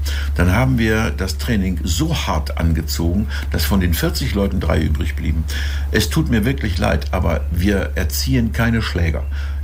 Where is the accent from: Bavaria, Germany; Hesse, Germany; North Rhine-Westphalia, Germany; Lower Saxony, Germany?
Lower Saxony, Germany; Lingen; stamme ich aus Lingen